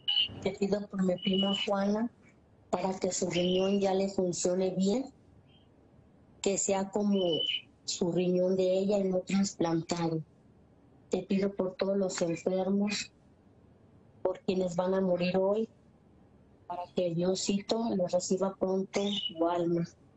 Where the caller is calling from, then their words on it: Ocotlán, Jalisco, Mexico; Hablo de Ocotlán, Jalisco, México.